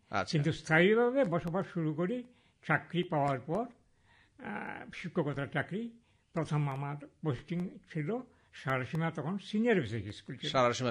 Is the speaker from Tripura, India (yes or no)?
yes; Agartala, Tripura, India; born there; also born or lived in Silchar, Assam / a tea garden in India (birthplace); now in Belonia, India; এখানে আগরতলাতেই আমার এই কৈশোর, তারপর যৌবনের অনেকখানি অংশ কেটেছে। আমি আগরতলা উমাকান্ত একাডেমির ছাত্র ছিলাম।